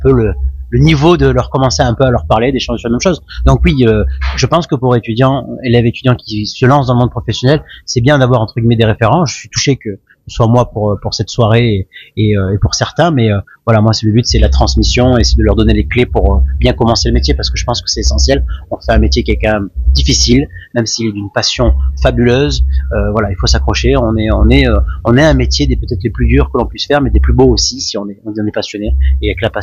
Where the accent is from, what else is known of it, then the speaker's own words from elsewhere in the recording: Sisteron, Provence-Alpes-Côte d'Azur, France; Et je suis originaire de Sisteron, je suis entre Sisteron et Marseille.